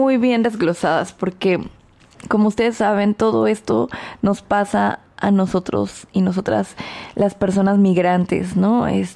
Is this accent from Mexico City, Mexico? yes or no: yes; Mexico City, Mexico; moved away as an adult; now in Stuttgart, Germany; regresar a la Ciudad de México después de 13 años de estar aquí en Alemania